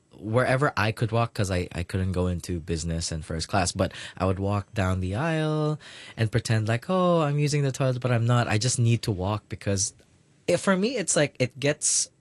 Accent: Philippines; now in Hong Kong; our stories in remembering what it is to be a Filipino in Hong Kong in this day and age.

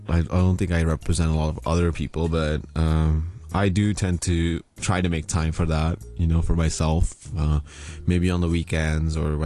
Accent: Hong Kong Island, Hong Kong; Even when I was a kid, like, I grew up in Hong Kong Island.

